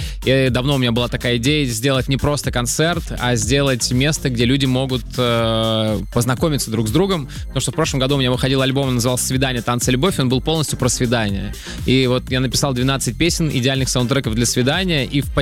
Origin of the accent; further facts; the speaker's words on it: Barnaul, Altai Krai, Russia; Начиная с моего родного города, Барнаул